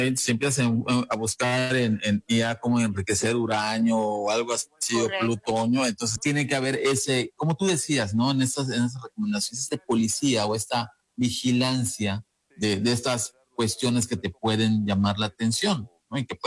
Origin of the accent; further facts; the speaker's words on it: Mexico; los que somos ciudadanos de México